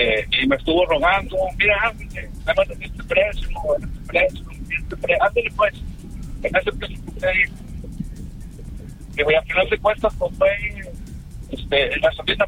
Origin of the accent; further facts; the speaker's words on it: Gómez Palacio, Durango, Mexico; Yo soy de Gómez Palacio.